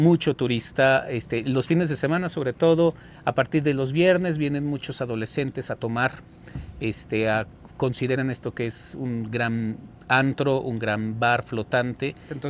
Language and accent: Spanish; Mexico; nuestra identidad como mexicanos.